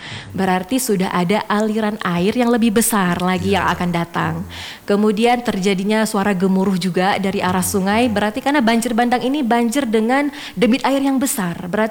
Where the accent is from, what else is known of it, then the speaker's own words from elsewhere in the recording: Aceh, Indonesia; Kita Aceh Tengah ini sangat rawan gempa bumi